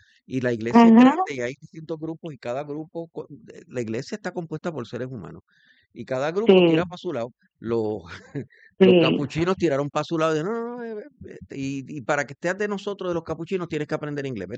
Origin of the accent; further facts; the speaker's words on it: Ponce, Puerto Rico; yo, que soy de Ponce y que no he sido un católico fervoroso, pero los 14 años que yo llevo de católico